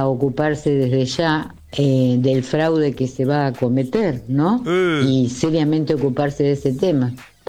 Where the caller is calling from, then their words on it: La Plata, Buenos Aires Province, Argentina; de La Plata.